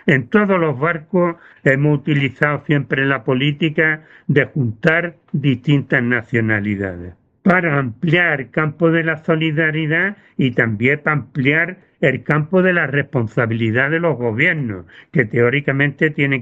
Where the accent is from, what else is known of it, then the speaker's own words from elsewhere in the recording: Spain; hablo de España, el grupo español